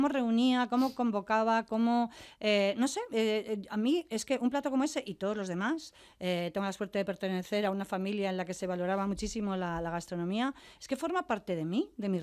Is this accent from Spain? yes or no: yes; Madrid, Community of Madrid, Spain; Y luego, pues yo soy nacida en Madrid ya y criada y he vivido siempre aquí.